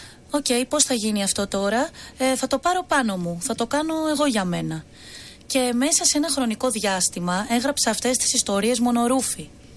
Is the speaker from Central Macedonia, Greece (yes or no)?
yes; Thessaloniki, Central Macedonia, Greece; Είμαι από τη Θεσσαλονίκη.